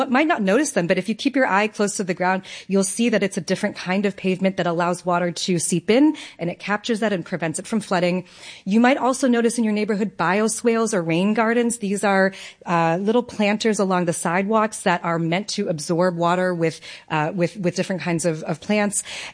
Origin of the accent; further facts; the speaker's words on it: New York, United States; No, I was just kind of curious as a New Yorker, you know?